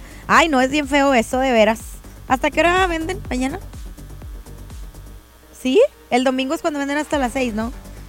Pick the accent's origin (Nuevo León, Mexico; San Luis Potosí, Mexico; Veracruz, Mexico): Nuevo León, Mexico; Monterrey; como buenos mexicanos y buenísimos regios que somos